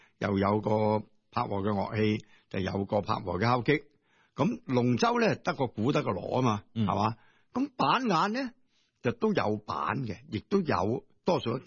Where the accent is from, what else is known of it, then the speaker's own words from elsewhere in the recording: Guangdong, China; 因为我哋广东人咧叫嗰个系轻拍，叫做叮噶嘛